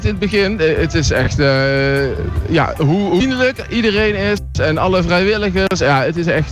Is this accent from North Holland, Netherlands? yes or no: no; Ewijk, Gelderland, Netherlands; Ewijk, bij Nijmegen.